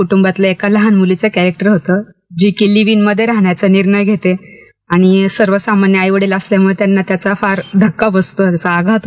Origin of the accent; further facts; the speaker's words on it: Nashik, Maharashtra, India; born there; also born or lived in unnamed village; Actually मी माझं बालपण खेड्यात गेलेलं पण मग तिकडे शिक्षणाची सोय नव्हती. पहिली दुसरी पर्यंत शिकली, त्यानंतर मग नाशिक मध्ये राहायला आलो आणि शिक्षण वगैरे इकडेच झालं.